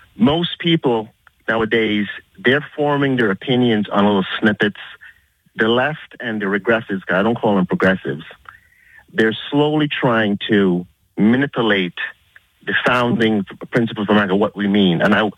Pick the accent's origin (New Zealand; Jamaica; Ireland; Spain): Jamaica; now in United States; I'm an immigrant from Jamaica.